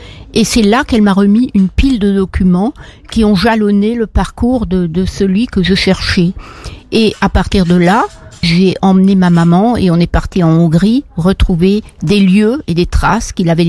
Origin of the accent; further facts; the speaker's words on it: Strasbourg, Grand Est, France; je suis sociologue, je viens de Strasbourg.